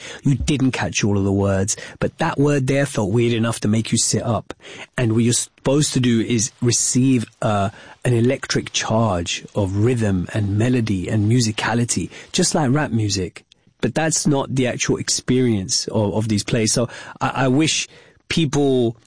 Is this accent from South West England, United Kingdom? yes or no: no; Wembley, London, United Kingdom; born or raised there